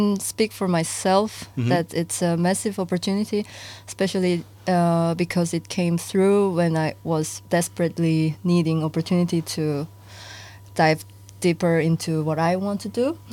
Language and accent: English; Seoul, South Korea; moved away as an adult; now in Amsterdam, Netherlands; I'm from South Korea. I grew up in Seoul. I moved to Amsterdam almost 10 years ago for studies